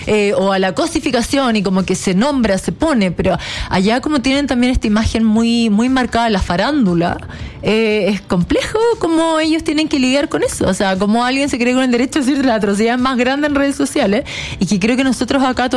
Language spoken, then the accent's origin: Spanish; Chile